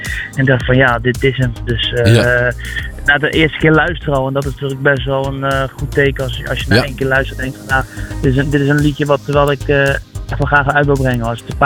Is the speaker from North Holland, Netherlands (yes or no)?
no; Schiedam, South Holland, Netherlands; born there; Nou, we hebben de clip eigenlijk in mijn eigen woonplaats opgenomen in Schiedam. Waar ik geboren ben en ik woon daar nog steeds.